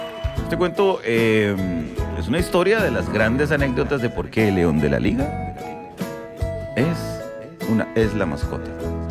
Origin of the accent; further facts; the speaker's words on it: Alajuela, Costa Rica; born there; Nací en Alajuela.